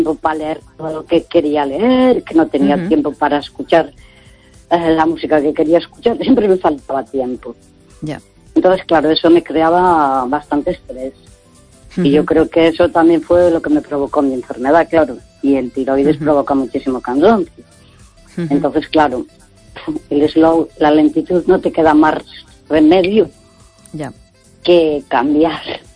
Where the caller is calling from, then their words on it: Santiago de Compostela, Galicia, Spain; de Santiago, bien, gracias.